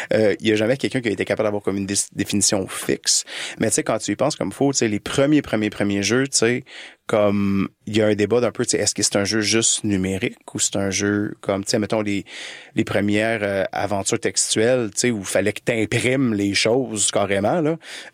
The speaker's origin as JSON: {"language": "French", "town": "Laval", "region": "Quebec", "country": "Canada", "tie": "born or raised there", "lives_now": "Montreal, Canada"}